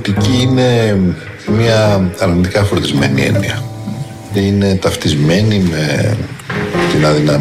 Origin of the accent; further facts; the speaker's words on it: Athens, Attica, Greece; Γεννήθηκα και μεγάλωσα στους Αμπελόκηπους στην οδό Φθιώτιδος αριθμό 41, κοντά στη Λεωφόρο Αλεξάνδρας και στο γήπεδο του Παναθηναϊκού.